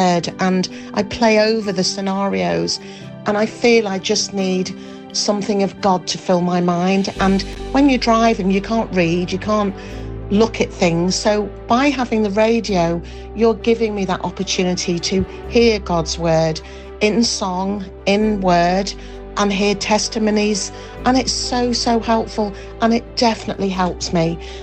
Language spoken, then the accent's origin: English; Leeds, Yorkshire and the Humber, United Kingdom; from Leeds.